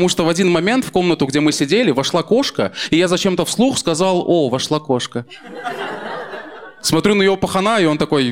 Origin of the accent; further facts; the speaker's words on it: Rostov-on-Don, Rostov Oblast, Russia; И я сам из Ростова-на-Дону